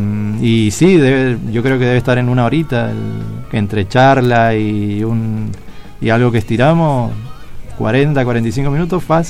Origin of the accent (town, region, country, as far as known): Mendoza, Argentina